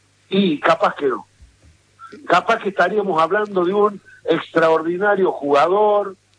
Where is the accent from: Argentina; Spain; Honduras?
Argentina